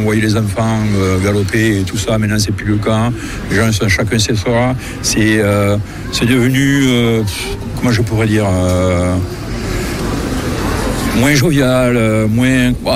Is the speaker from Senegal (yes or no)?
no; Montauban, Occitanie, France; Alors je suis né à Montauban, certes, j'habitais un quartier qui s'appelait Ville-Bourbon, mais dans ma tendre enfance, les quartiers c'était comme des petits villages, ceux qui n'existent plus maintenant.